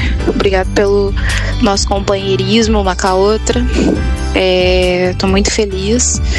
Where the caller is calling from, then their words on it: Poços de Caldas, Minas Gerais, Brazil; sou de Poços de Caldas.